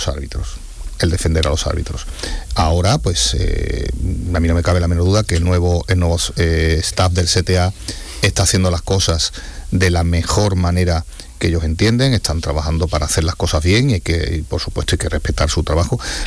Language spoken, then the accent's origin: Spanish; Andalusia, Spain; la Andaluza, que es mi tierra y es mi casa